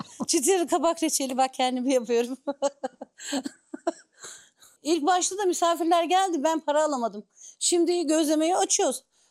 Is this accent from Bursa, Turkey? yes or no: yes; Cumalıkızık, Bursa, Turkey